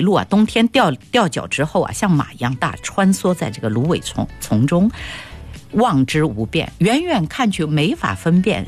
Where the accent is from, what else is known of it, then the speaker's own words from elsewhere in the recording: China; 我们中国人